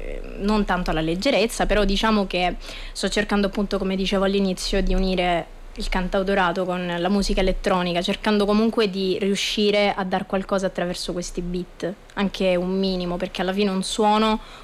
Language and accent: Italian; Monteroni di Lecce, Apulia, Italy; Monteroni di Lecce, un paese vicino, però sì, Lecce.